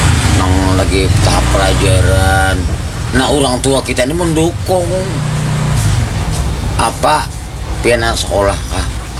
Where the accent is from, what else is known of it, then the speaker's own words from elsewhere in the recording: South Kalimantan, Indonesia; Tapi kalau kita orang Banjar, andap khas orang kita Banjar